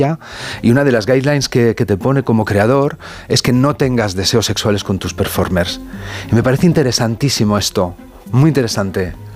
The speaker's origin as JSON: {"language": "Spanish", "town": "Valladolid", "region": "Castile and León", "country": "Spain", "said": "yo soy castellano, sí, de Valladolid."}